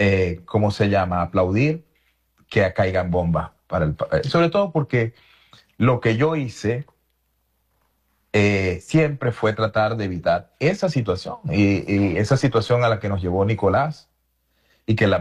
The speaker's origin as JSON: {"language": "Spanish", "country": "Venezuela", "said": "yo soy venezolano."}